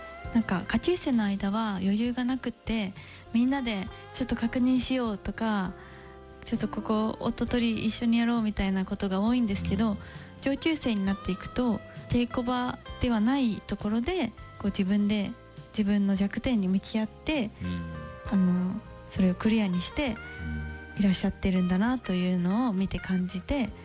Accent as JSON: {"language": "Japanese", "town": "Ikoma", "region": "Nara", "country": "Japan", "tie": "born or raised there", "moved": "yes", "said": "奈良県生駒市出身です"}